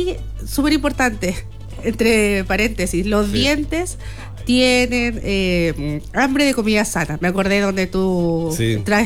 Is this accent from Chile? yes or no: yes; Chile